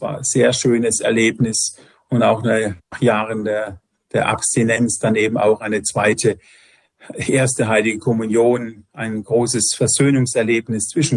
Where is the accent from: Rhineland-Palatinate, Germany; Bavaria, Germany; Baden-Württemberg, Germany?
Baden-Württemberg, Germany; Freiburg; Also, ich kannte einen Herz-Jesu-Priester in meiner Heimatstadt in Freiburg.